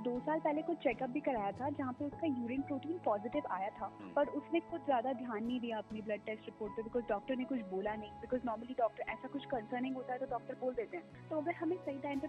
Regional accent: Assam, India; born there; now in Bangalore, India; मेरे father air force में थे, तो मेरा जन्म आसाम में हुआ था और मैं डिफरेंट स्टेट्स में बड़ी हुई हूँ।

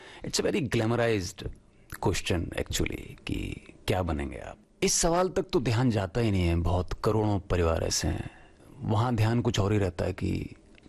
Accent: Delhi, India; मैं दिल्ली में पैदा हुआ, पला बड़ा

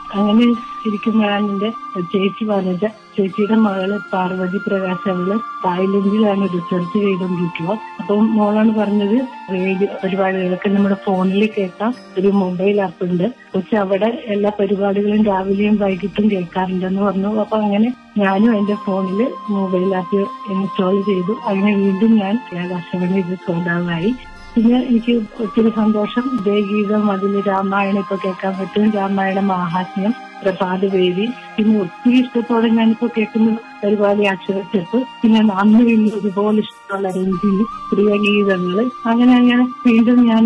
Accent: Pallippuram, Kerala, India; moved away as an adult; now in Palakkad, India; എന്റെ സ്വന്തം നാട് എന്നിട്ട് ആലപ്പുഴ ജില്ലയിലെ ചേർത്തലയ്ക്കടുത്ത് പള്ളിപ്പുറമാണ് എന്റെ നാട്. അവിടെ നിന്ന് ഹസ്ബൻഡിന്റെ ജോലി സംബന്ധമായിട്ടാണ് ഞങ്ങൾ പാലക്കാടേക്ക് പോകുന്നത്.

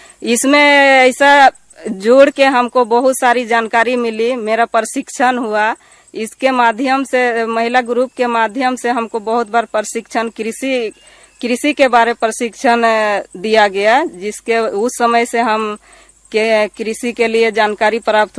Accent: Lodhma, Jharkhand, India; मैं ग्राम लोधमा की रहने वाली हूँ और मेरा जिला है रामगढ़। मेरी पढ़ाई है इंटर पास और हम किसान का ही बेटी हैं।

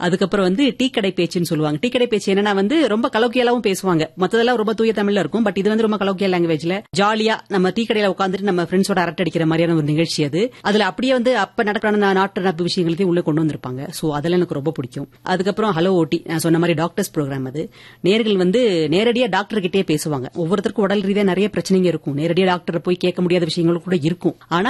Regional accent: Chennai, Tamil Nadu, India; நான் வந்து பிறந்து வளர்ந்ததெல்லாம் சென்னையில.

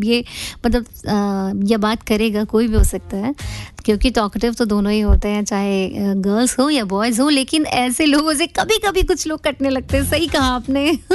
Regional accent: Tikait Nagar, Uttar Pradesh, India; मैं टिकैत नगर बाराबंकी से हूँ

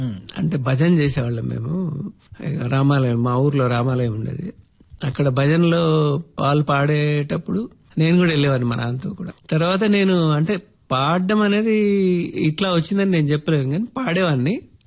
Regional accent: Satapur, Telangana, India; moved away; నా బాల్యం అంటే మా ఊరు సాటాపూర్ గ్రామం. అక్కడే అంటే ప్రైమరీ ఎడ్యుకేషన్ అంతా అక్కడే, తర్వాత నీలా రేంజల్లో high school education and Bodhan మధుమలంచ కాలేజీలో ఇంటర్

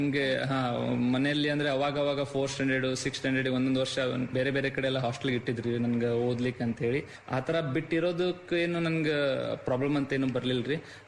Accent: Shiggaon, Karnataka, India; Shiggaon, Haveri district Shiggaon ನಂದು.

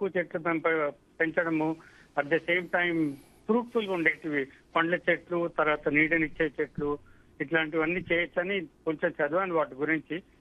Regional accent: Hyderabad, Telangana, India; నాది హైదరాబాద్ అండి.

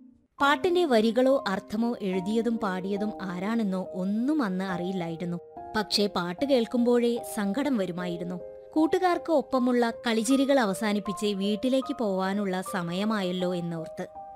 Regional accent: Peruvemba, Kerala, India; പാലക്കാട് ജില്ലയിൽ വാദ്യോപകരണ നിർമ്മാണത്തിന് പേരുകേട്ട പെരുവെമ്പ് എന്ന ഗ്രാമത്തിലെ സമ്പന്നമായ എന്റെ കുട്ടിക്കാലം

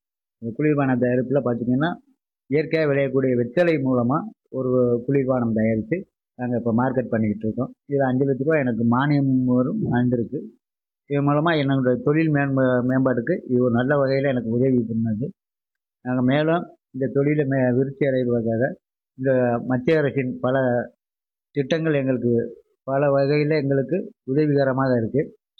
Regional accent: Chinnamanur, Tamil Nadu, India; நான் தேனி மாவட்டம் சின்னமனூரை சேர்ந்தவர்.

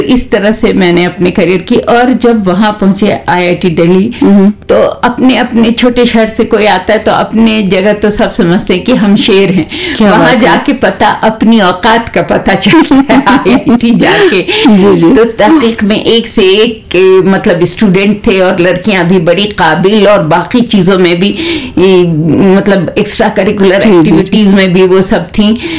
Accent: Bihar, India; तो भाई मैं बिहार की रहने वाली हूँ और वहीं से मैंने ग्रेजुएशन वगैरह किया।

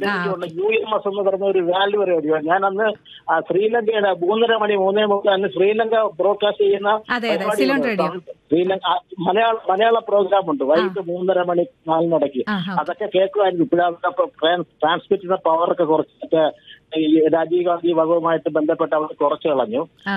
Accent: Thiruvananthapuram district, Kerala, India; തിരുവനന്തപുരം താലൂക്കിലെ കല്ലിയൂർ പഞ്ചായത്തിലാണ് താമസിക്കുന്നത്. എന്റെ സ്വന്തം സ്ഥലം ഇവിടെ അല്ല. എന്റെ സ്വന്തം സ്ഥലം എന്ന് പറഞ്ഞാൽ തിരുവനന്തപുരം കോർപ്പറേഷനിൽ 73 നമ്പർ വാർഡാണ് എന്റെ ജന്മസ്ഥലം. ജനിച്ചത് വളർന്നതൊക്കെ കല്ലിയൂർ പഞ്ചായത്തിൽ.

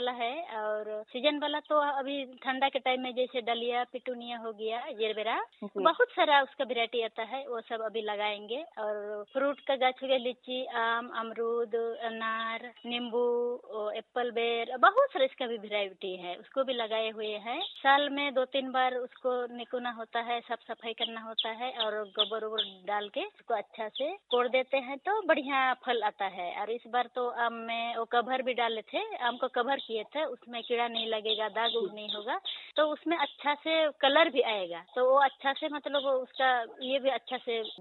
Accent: Biramchandrapur, Jharkhand, India; और मेरा गांव का नाम बिरामचंद्रपुर है, रेकला खरसा जिला।

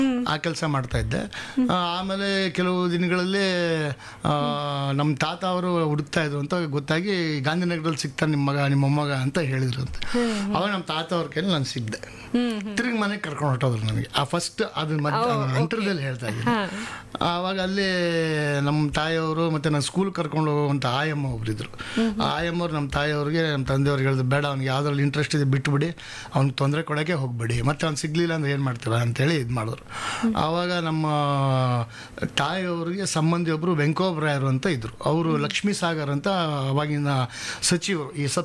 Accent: Bengaluru, Karnataka, India; ಇದೇ ಬೆಂಗಳೂರು.

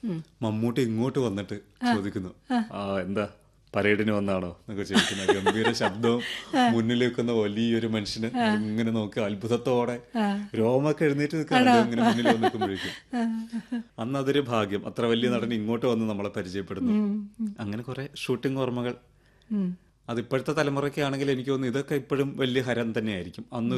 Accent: Kerala, India; ഞാൻ ഒരുപാട് ഷൂട്ടിംഗ് എല്ലാം നടക്കുന്ന ഒരു സ്ഥലത്തായിരുന്നു എന്റെ കുട്ടിക്കാലം. അവിടെ ഫാക്ട് ടൗൺഷിപ്പിലായിരുന്നു.

